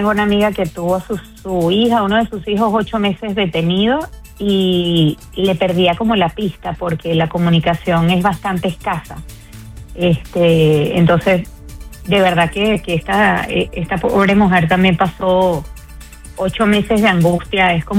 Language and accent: Spanish; Venezuela; ya como periodista, como venezolana